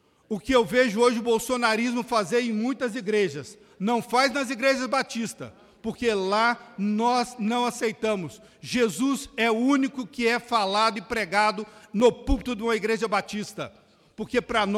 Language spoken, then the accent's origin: Portuguese; Cascalho Rico, Minas Gerais, Brazil; now in Uberlândia, Brazil; da minha cidade, Uberlândia, e da minha cidade natal, Cascalho Rico.